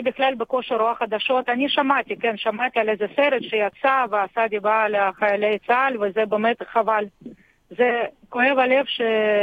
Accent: Russia; now in Israel; גדלתי ברוסיה הסובייטית, שבכלל לא ידעתי לא על החגים יהודיים ולא על כלום ושום דבר. כשהגעתי לישראל, אז הגעתי לקיבוץ של שומר הצעיר.

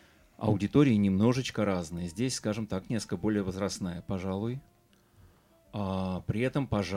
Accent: Voronezh, Voronezh Oblast, Russia; also born or lived in Saint Petersburg / Moscow; now in Haifa, Israel; Родом я из Воронежа, потом 12 лет прожил в Питере, потом переехал в Москву, сейчас переехал в Хайфу

